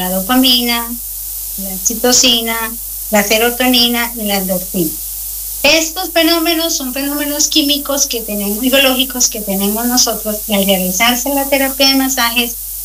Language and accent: Spanish; Colombia; moved away as an adult; now in Coyhaique, Chile; Yo soy de Colombia y allá inicié a estudiar eso como hobby y me vine a este maravilloso lugar, a Patagonia